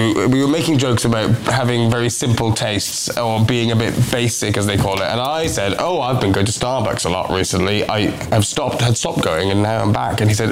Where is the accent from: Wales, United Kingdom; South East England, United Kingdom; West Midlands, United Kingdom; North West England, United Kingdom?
Wales, United Kingdom; As a Welshman